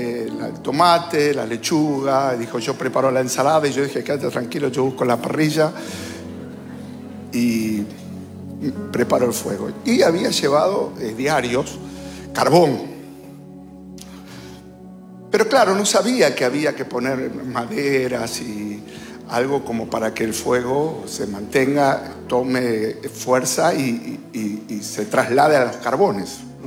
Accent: Buenos Aires, Argentina; Me crié en la Capital Federal, así que yo nunca hice asado.

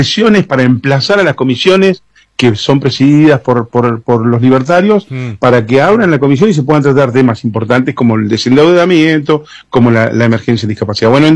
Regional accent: Río Grande, Tierra del Fuego, Argentina; yo soy de Río Grande, Tierra del Fuego.

